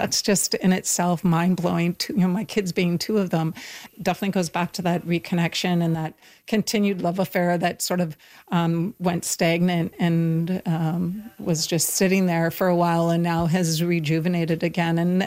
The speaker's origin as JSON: {"language": "English", "town": "Hartley Bay", "region": "British Columbia", "country": "Canada", "said": "from Hartley Bay in the Gitkat Nation."}